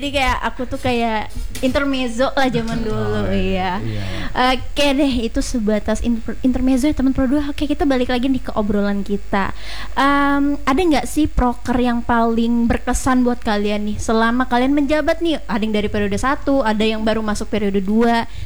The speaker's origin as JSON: {"language": "Indonesian", "town": "Tangerang", "region": "Banten", "country": "Indonesia", "said": "Aku SMA 2 di Kota Tangerang."}